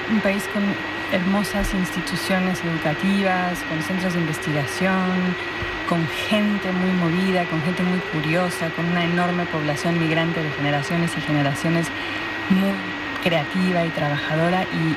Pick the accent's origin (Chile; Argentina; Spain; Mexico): Mexico; moved away as an adult; now in New York, United States; Mira, siendo mexicana y ahora habiendo vivido tanto tiempo en Estados Unidos, siempre me tengo que estar disculpando o por una cosa o por la otra.